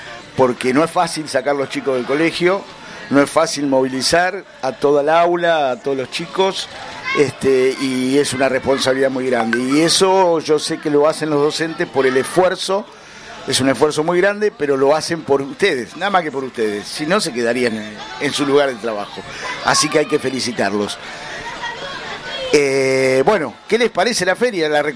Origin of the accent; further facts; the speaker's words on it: Gregorio de Laferrere, Buenos Aires Province, Argentina; moved away as an adult; now in González Catán, Argentina; Ahí me crié y ahí viví todo el tiempo hasta que, bueno, que uno vuela y hace pareja y después compré en Catán mi propia casa, pero mi barrio natal es Altos de la Ferrere, el barrio 8 de Octubre